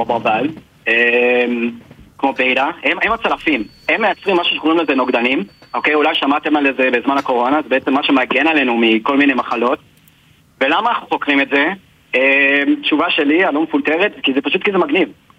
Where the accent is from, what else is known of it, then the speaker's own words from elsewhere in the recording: Beit Shemesh, Jerusalem District, Israel; אני נולדתי, גדלתי בבית שמש, להורים אמריקאים.